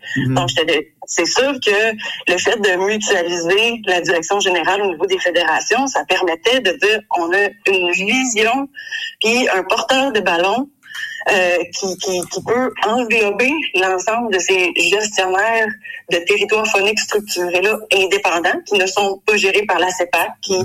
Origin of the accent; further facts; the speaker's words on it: Saguenay, Quebec, Canada; moved away as an adult; now in Quebec City, Canada; Moi, je suis originaire de la belle région du Saguenay. Mmh. J'ai vécu là la plus grande partie de ma vie. Donc, ma famille qui est encore là. J'ai grandi. J'ai fait mon baccalauréat en biologie à l'Université du Québec à Chicoutimi.